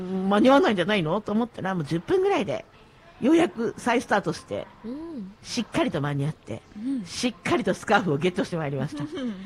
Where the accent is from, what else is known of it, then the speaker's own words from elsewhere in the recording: Nagasaki, Japan; 今日の旅サラダは私の地元長崎からでした。